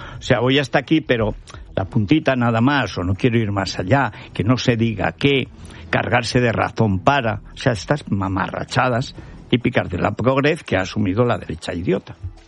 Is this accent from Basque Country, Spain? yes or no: no; Aragon, Spain; pero yo es porque soy aragonés, pero tengo razón.